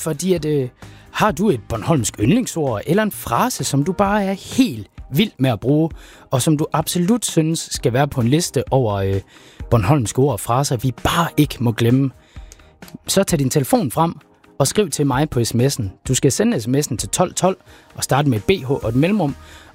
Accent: Thyborøn, Central Denmark Region, Denmark; Jeg er fra Vestjylland, Thyborøn.

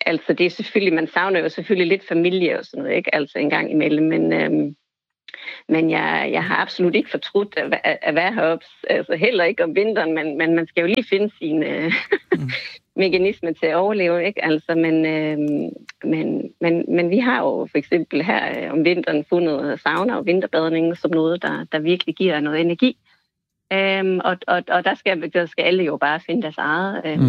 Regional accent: Germany; Danish is a second language; moved away as an adult; now in Denmark; jeg var selv tysker, altså jeg var selv flyttet heroppe for 13 år siden

